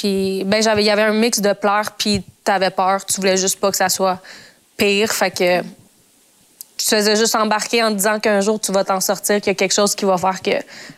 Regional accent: Montreal, Quebec, Canada; Ben, j'ai grandi à Montréal, puis mes parents immigrés au Québec.

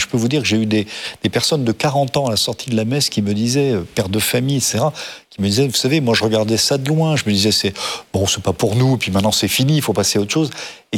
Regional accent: France; chez nous en France

